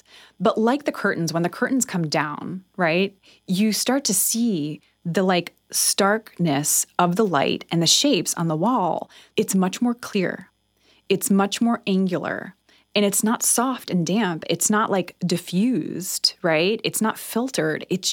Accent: Northeast, United States; I grew up in the Northeast

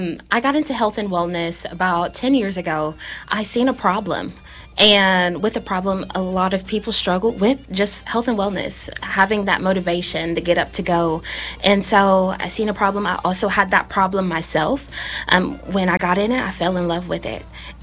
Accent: Lexington, Kentucky, United States; I'm 30. I'm born and raised in Lexington

